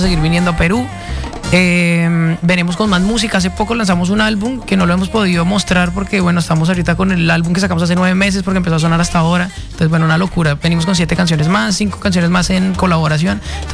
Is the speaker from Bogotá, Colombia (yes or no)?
yes; Bogotá, Colombia; Yo soy bogotano, yo soy Rolo